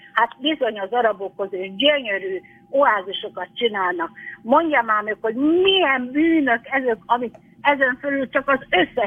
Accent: Csongrád-Csanád, Hungary; Én falun nőttem föl gyönyörű gazdaságban, és közel ide Szegedhöz

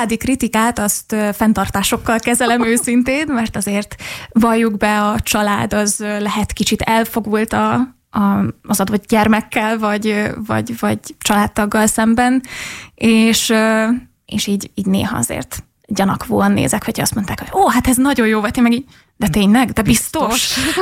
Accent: Vonyarcvashegy, Zala, Hungary; én vonyarcvashegyi származású vagyok.

